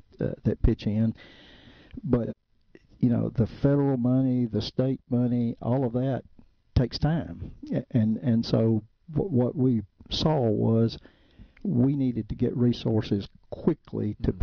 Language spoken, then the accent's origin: English; Amory, Mississippi, United States; I grew up in Amory